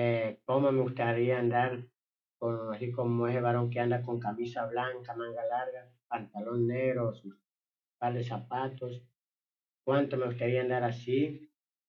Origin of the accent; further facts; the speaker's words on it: Puerto Cortés, Cortés, Honduras; Yo soy de Puerto Cortés, allí estoy perseverando en la iglesia Príncipe de Paz, pero por el momento estoy aquí en Tegucigalpita